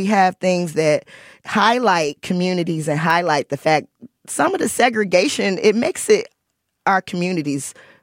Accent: Chicago, Illinois, United States; it's really great having that tagline, I'm from Chicago, because we do things specific to our city that people don't do anywhere else.

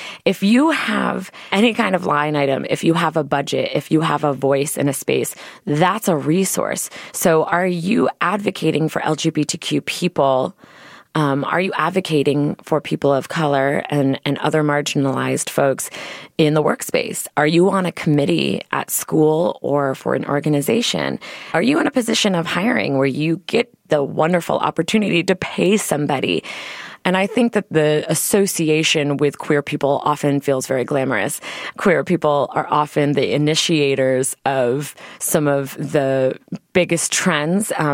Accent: Chicago, Illinois, United States; as a Chicagoan and as a queer Chicagoan in the city

